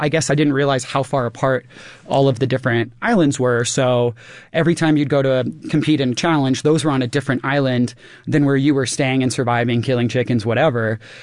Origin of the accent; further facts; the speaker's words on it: Colorado, United States; even though I'm from Colorado, I'm not a big outdoorsman person the way that a lot of people are.